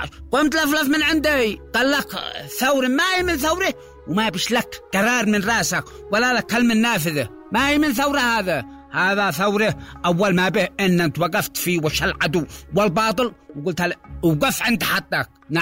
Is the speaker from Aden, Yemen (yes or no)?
no; Sanaa, Amanat Al Asimah, Yemen